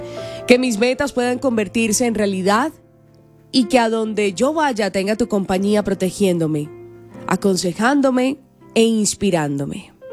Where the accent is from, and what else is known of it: Colombia